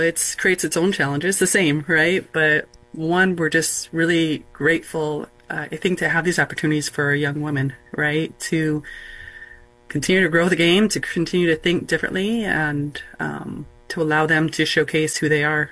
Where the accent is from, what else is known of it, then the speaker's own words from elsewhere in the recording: Minnesota, United States; And you know, I'm a Midwest girl. I'm from Minnesota.